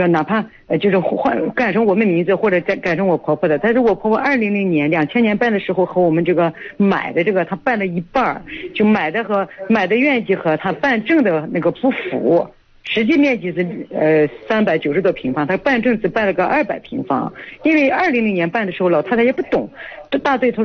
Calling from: Yuncheng, Shanxi, China; 我就在盐湖区的。

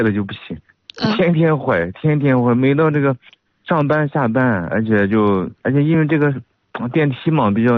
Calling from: Yanhu District, Shanxi, China; 我是盐湖区的。

